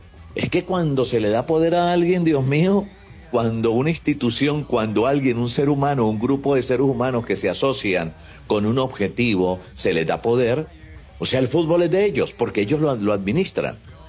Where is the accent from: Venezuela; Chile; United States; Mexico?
Venezuela; Somos muy criollos, de Lara para acá, de Barquisimeto para acá, de la zona del Llano para acá